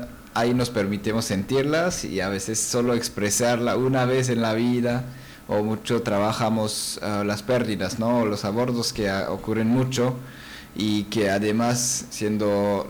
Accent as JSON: {"language": "Spanish", "region": "Geneva", "country": "Switzerland", "moved": "yes", "said": "Yo soy de Ginebra, de la parte Ginebra. Francesa."}